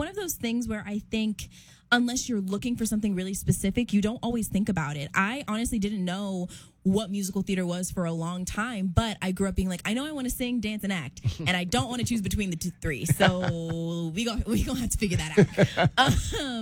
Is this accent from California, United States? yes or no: no; Detroit, Michigan, United States; And I'm originally from Detroit, so I was like, oh my gosh, it's also 80 degrees and it stays this way.